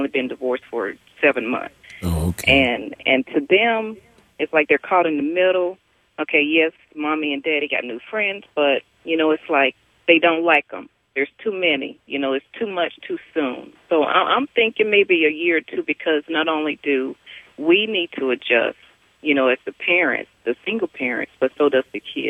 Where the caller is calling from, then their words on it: Fayetteville, North Carolina, United States; I'm calling from Fayetteville, North Carolina.